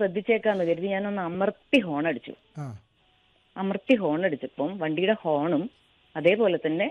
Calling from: Nilambur, Kerala, India; ഞാൻ നിലമ്പൂരിൽ നിന്നാണ്.

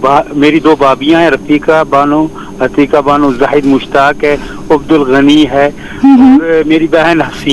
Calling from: Ganderbal, Jammu and Kashmir, India; عرض کر رہا ہوں، صدر باغ ننر گاندربل۔

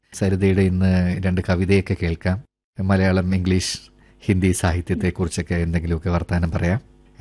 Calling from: Thiruvananthapuram, Kerala, India; TVM നിന്നാണ്.

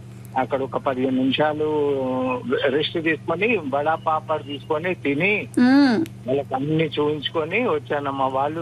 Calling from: Nizamabad, Telangana, India; నేను నిజామాబాద్ నుంచి అమ్మా

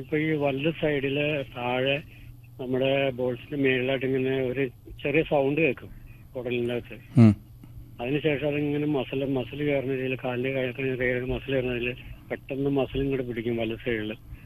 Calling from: Perumbavoor, Kerala, India; ഞാൻ പെരുമ്പാവൂരിൽ നിന്നാണ് … വിളിക്കണേ.

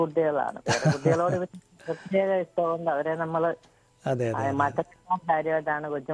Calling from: Muvattupuzha, Kerala, India; Muvattupuzha

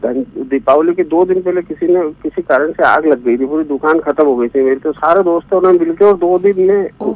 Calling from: Chandrawatiganj, Madhya Pradesh, India; मैं चंद्रावतीगंज से बोल रहा हूँ

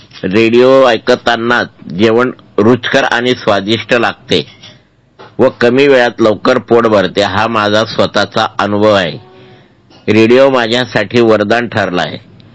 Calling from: Bahadarpur, Maharashtra, India; रथ चौक, बहादरपूर, जिल्हा जळगाव.

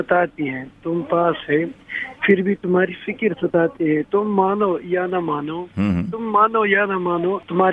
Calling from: Budgam district, Jammu and Kashmir, India; जी मैं कश्मीर से बात कर रहा हूँ … डिस्ट्रिक्ट बड़गाम में

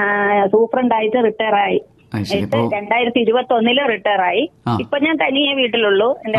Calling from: Kattakada, Kerala, India; കാട്ടാക്കട പൊന്നറയിൽ നിന്ന്.

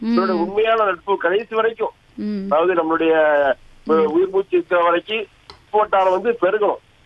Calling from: Mullakkadu, Tamil Nadu, India; தூத்துக்குடி மாவட்டம் முள்ளக்காடு

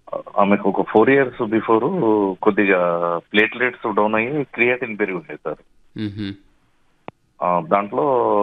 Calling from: Nizamabad district, Telangana, India; మాది Nizamabad district Saluru mandal sir.

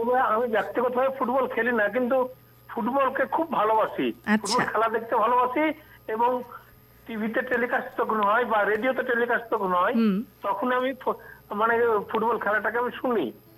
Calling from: Baharampur, West Bengal, India; আমি পশ্চিমবঙ্গের মুর্শিদাবাদ জেলার বহরমপুর থেকে

